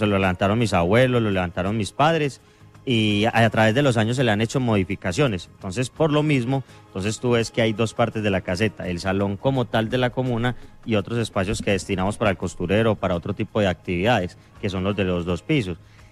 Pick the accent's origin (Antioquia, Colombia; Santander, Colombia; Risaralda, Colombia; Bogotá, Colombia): Risaralda, Colombia; Pereira